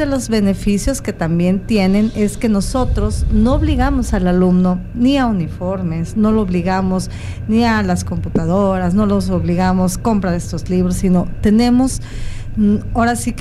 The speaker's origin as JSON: {"language": "Spanish", "country": "Mexico"}